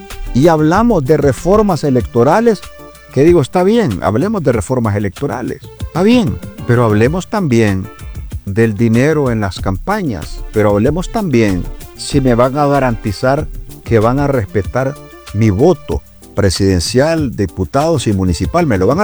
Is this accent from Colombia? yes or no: no; Honduras; lo que me tiene así en esta condición emocional como hondureño